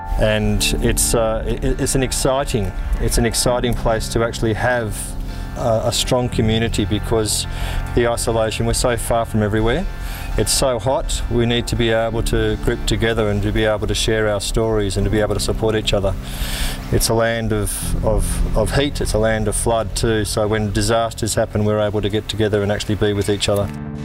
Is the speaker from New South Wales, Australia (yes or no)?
yes; Sydney, New South Wales, Australia; born there; now in Alice Springs, Australia; I was born in Sydney. Sydney is very hustle and bustle. It's on the go. It's a fast-moving place.